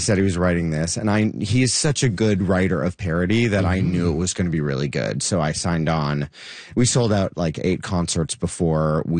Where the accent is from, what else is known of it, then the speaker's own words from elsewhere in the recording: Canada; Here also, you know, like I'm from Canada. I lived here for 14 years, so I know a lot of the actors here.